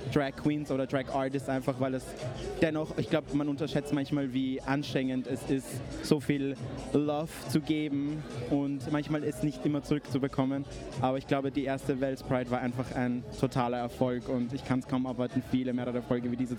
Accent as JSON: {"language": "German", "region": "Lower Austria", "country": "Austria", "moved": "yes", "lives_now": "Linz, Austria", "said": "Tatsächlich aus Niederösterreich"}